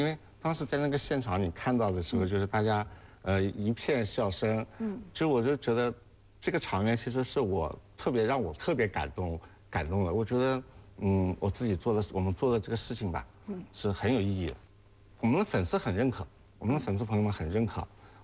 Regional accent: Lujiang, Anhui, China; born or raised there

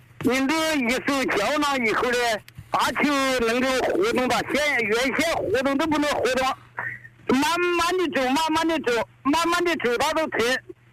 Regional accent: China; 我是大阳县关庄镇大文村的人。

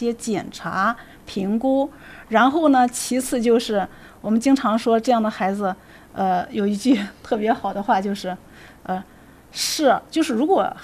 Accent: Xi'an, Shaanxi, China; moved away; 在我们西安那边

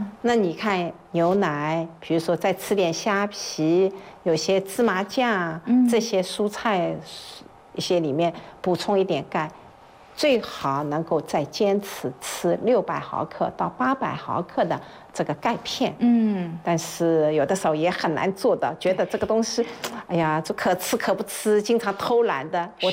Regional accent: China; 我们中国人

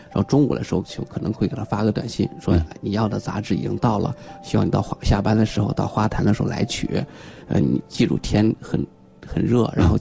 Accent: China; now in Beijing, China; 的时候一直生活在农村，我15岁之后才第一次进到城市，就像我30岁来北京一样。

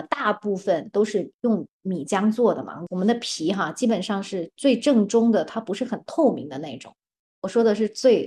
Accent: Chaoshan, Guangdong, China; 这个跟我们潮汕人就是吃宴席菜哈

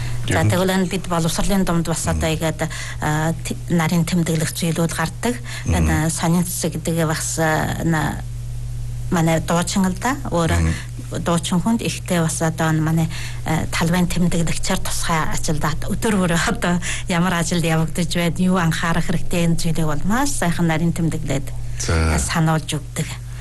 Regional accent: Inner Mongolia, China

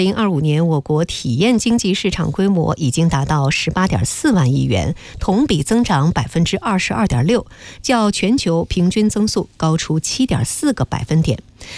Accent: Changchun, Jilin, China; 比如说在我家乡啊，长春动植物园的 NPC 雪饼猴，

